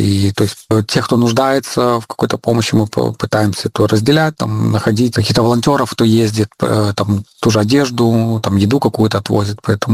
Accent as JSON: {"language": "Russian", "country": "Belarus", "said": "я как белорус чувствую тоже такую ответственность, и за то, что моя страна делает неправильно по отношению к Украине."}